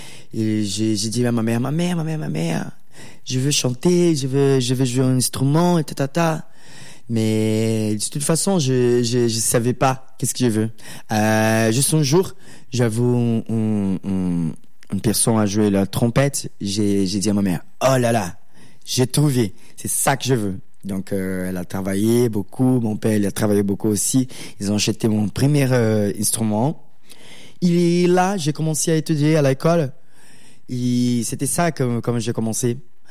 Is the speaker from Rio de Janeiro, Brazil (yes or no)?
yes; Rio de Janeiro, Brazil; French is a second language; now in Paris, France; Et voilà, je viens de Rio de Janeiro, Carioca, avec le funk et toute cette influence là. Et maintenant, je suis là à Paris